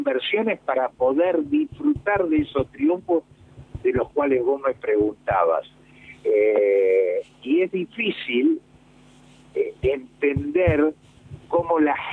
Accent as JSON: {"language": "Spanish", "town": "San Isidro", "region": "Buenos Aires Province", "country": "Argentina", "tie": "born there", "also_born_or_lived": "Martínez", "said": "nací en San Isidro, viví en Martínez"}